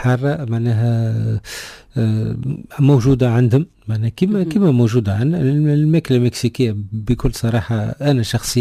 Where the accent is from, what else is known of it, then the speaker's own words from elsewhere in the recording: Tunisia; كي تمشي كتونسي تحس روحك كانك في بلادك